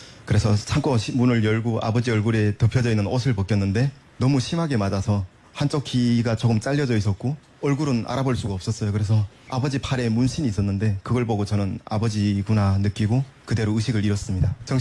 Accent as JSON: {"language": "Korean", "town": "Hyesan", "region": "Ryanggang", "country": "North Korea", "tie": "born or raised there", "moved": "as an adult", "lives_now": "South Korea", "said": "저는 양강도 해산시라는 곳에서 평범한 노동자 가정의 외아들로 태어났습니다."}